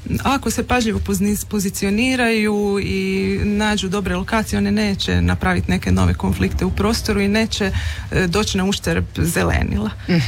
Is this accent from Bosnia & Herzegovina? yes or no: no; Kostrena, Primorje-Gorski Kotar County, Croatia; also born or lived in Zagreb; Tako je, ja sam iz Kostrene.